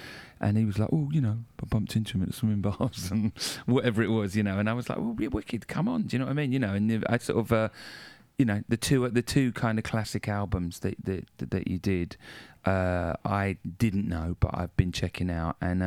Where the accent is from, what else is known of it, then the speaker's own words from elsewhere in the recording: London, United Kingdom; growing up in South London